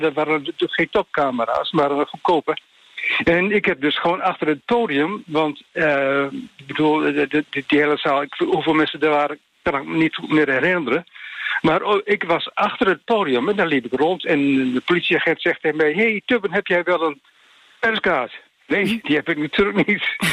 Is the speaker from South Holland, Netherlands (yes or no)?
no; Gasselternijveen, Drenthe, Netherlands; Ik ben oorspronkelijk opgegroeid in Gasselte Nijveen, dus een dorpje verderop.